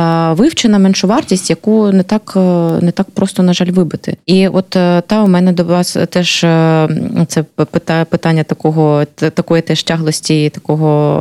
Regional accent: Luhansk Oblast, Ukraine; now in Kharkiv, Ukraine; я з Луганщини

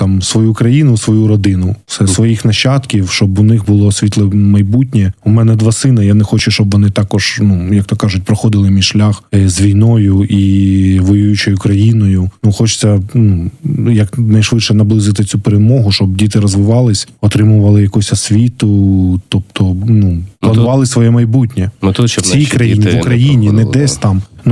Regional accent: Kryvyi Rih, Dnipropetrovsk Oblast, Ukraine; moved away; в моєму рідному Кривому Розі, ну, все не так, ага, не так яскраво. Це більш таке промислове місто.

